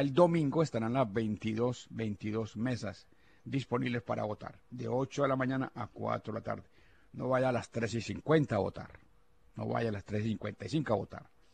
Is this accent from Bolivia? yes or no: no; Santa Rosa, Colombia; now in Boston, United States; Yo no soy de Santa Rosa, pero igual. Pues me crié ahí desde los 5 años, estoy viviendo allá.